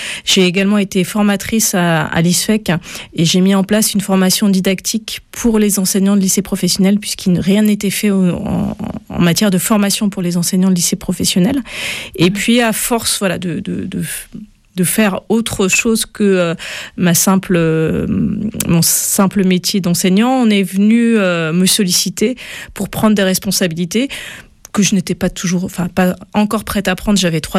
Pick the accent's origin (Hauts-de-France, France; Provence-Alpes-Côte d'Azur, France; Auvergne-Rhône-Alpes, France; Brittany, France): Brittany, France; Brest; now in Paris, France; Donc, moi, je suis originaire de Brest. Par hasard, mon mari a été muté à Nantes et donc j'ai eu une suppléance à Talensac en 99 d'une année.